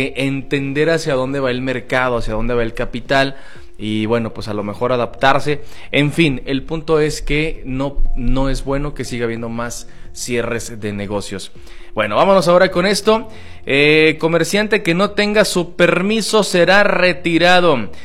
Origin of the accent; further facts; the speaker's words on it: Spain; somos españoles.